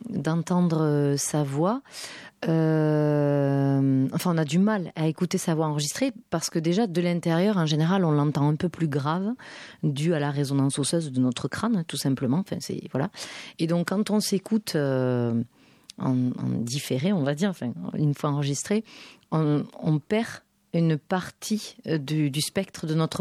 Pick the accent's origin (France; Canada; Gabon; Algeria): France; Southern France; accent: Southern French; j'ai appris à enlever mon accent, parce que j'ai quand même un accent du Sud assez prononcé.